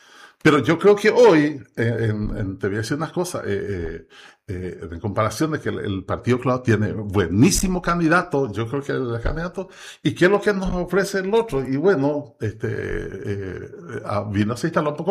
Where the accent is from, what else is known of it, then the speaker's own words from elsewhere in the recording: Jesús, Itapúa, Paraguay; now in Encarnación, Paraguay; Yo pues nací allá, pero me crié en Jesús hasta los 11 años, pues hace 50, y vos sabés muy bien, es que vivo acá. Y mis hijos son todos de acá.